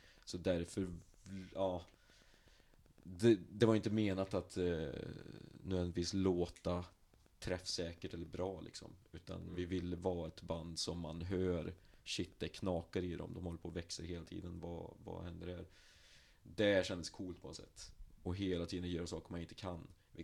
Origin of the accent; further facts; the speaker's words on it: Arvika, Värmland, Sweden; det är mycket på grund av att vi kommer från Arvika liksom